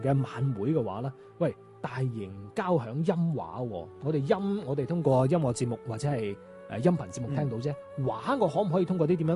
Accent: Guangdong, China; 珠玑古巷咧就係、是、我哋廣府人由中原落嚟之後。入到嶺南第一處經過嘅地方

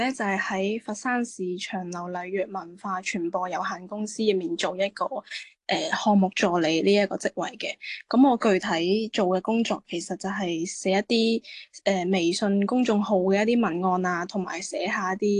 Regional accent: Hong Kong; 咁我因为细个嘅时候咧，就喺幼稚园同埋小学嗰阵都系喺香港居住嘅。咁我其实都算系一个土生土长嘅香港人。咁我目前就系就读于香港城市大学嘅市场营销系嘅二年级。

